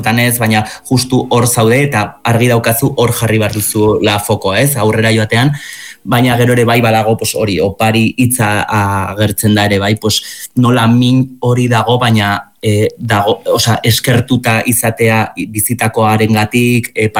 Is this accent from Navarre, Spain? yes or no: yes; Zubiri, Navarre, Spain; Bai, bueno, ni Zubirikoa naiz